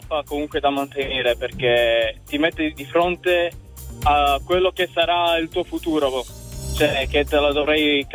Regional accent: Bari, Apulia, Italy; moved away as an adult; now in Ferrara, Italy; subito dopo gli esami di Stato mi sono dovuto trasferire da Bari, perché io sono originario di Bari, a Ferrara per lavoro.

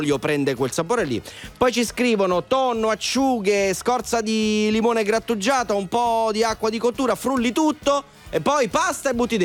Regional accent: San Nicola la Strada, Campania, Italy; moved away; io ci tornerò un giorno al mio paese, San Nicola la Strada, in provincia di Caserta, dove sono cresciuto.

